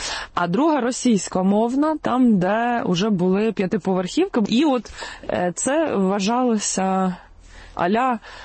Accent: Donetsk Oblast, Ukraine; born there; moved away; also born or lived in Crimea; бо Донеччина – це місце народження моєї мами, бо мій батько з Бессарабщини, з Південно-Західної Одещини. І частину дитинства я провела в Криму.

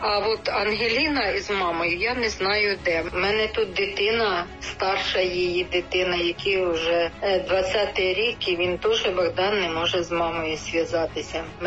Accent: Cherkasy Oblast, Ukraine; ми виїхали до мене на Черкащину. Я сама з Черкащини до сестри

